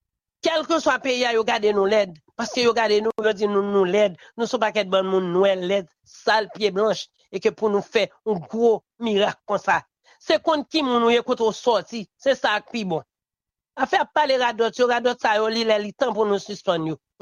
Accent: Haiti

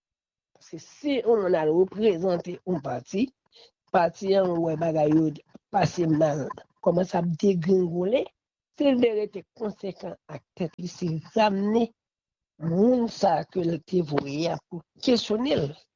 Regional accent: Haiti; En tant que haïtien qui aime pays comme la Cayenne

